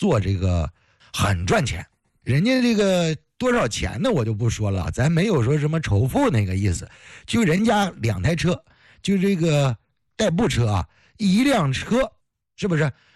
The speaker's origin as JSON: {"language": "Chinese", "region": "Heilongjiang", "country": "China", "said": "你看咱是黑龙江人"}